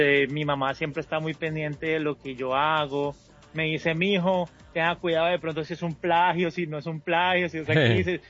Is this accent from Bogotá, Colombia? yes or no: yes; Bogotá, Colombia; now in United States; poder grabar en Bogotá, que es mi tierra. Yo nací en Bogotá y yo soy Rolo.